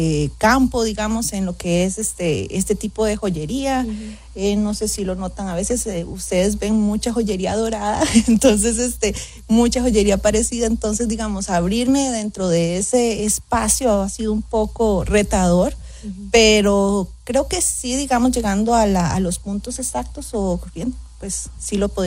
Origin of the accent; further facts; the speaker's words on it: Costa Rica; bueno, yo soy de Costa Rica y pues gracias a Dios tenemos la ventaja, podría decirlo así, de tener o de albergar muchos turistas, ¿verdad?, en nuestro país.